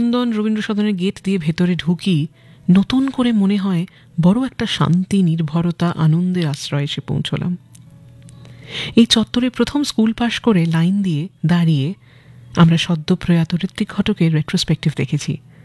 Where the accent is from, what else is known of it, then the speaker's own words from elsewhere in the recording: Kolkata, West Bengal, India; আমাদের টালিগঞ্জের বাড়ি, টালিগঞ্জে যেখানে উনি থাকতেন, অবশ্যই সেই বাড়ি ইন্দ্রাণী পার্কের ওখানে, যেখানে আমি জন্মেছি, বড় হয়েছি।